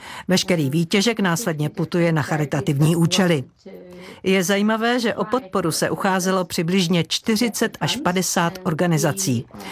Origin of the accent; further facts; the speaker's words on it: Sweden; moved away as an adult; now in Prague, Czech Republic; a já jsem ze Švédska.